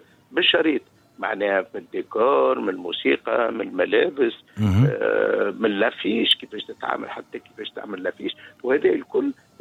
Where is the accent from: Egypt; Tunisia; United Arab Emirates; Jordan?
Tunisia; وإحنا 3 من تونس.